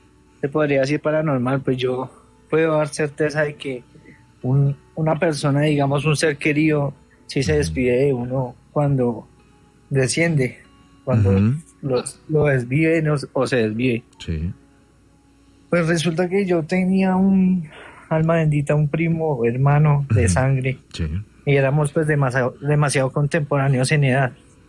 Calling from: Soacha, Cundinamarca, Colombia; Desde Soacha.

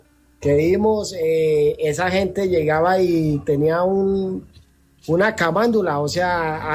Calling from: Bucaramanga, Santander, Colombia; Desde Bucaramanga a Santander.

